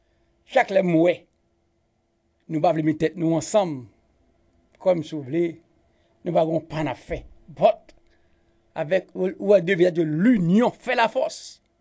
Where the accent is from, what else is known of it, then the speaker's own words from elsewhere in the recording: Morocco; je suis marocain, je suis sorti Maroc.